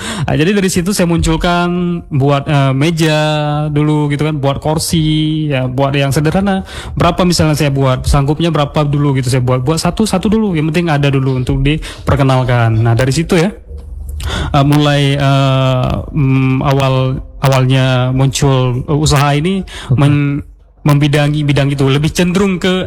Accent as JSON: {"language": "Indonesian", "region": "Aceh", "country": "Indonesia", "said": "Kan selama ini kita sebagai orang Aceh kan terkenal dengan hal lain gitu"}